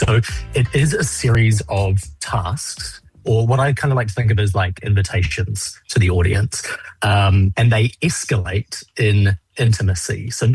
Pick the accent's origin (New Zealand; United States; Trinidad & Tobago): New Zealand; born or raised there